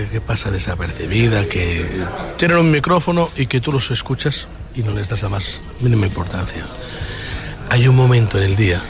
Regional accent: Catalonia, Spain

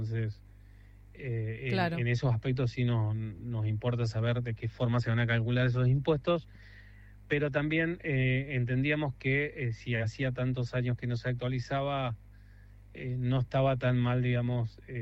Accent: Tierra del Fuego, Argentina; La pesca en nuestra provincia tiene un potencial enorme

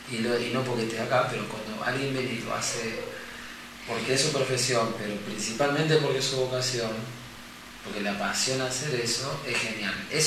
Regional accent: Córdoba, Argentina; como yo soy de Pinelavero, de un pueblo chico de Córdoba también

